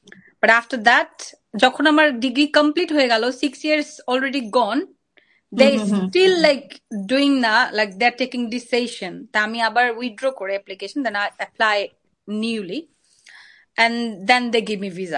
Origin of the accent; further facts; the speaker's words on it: Tongi, Dhaka Division, Bangladesh; আমার বাড়ি যেহেতু গাজীপুরে টুঙ্গিতে